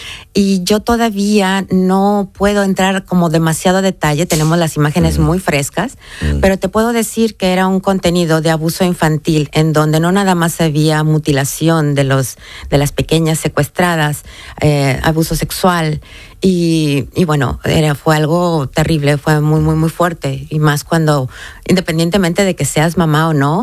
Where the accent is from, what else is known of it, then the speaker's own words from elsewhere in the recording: Mexico; en mi caso yo soy mexicana, ¿no? Y uno como mexicano piensa que ya está curado de espantos.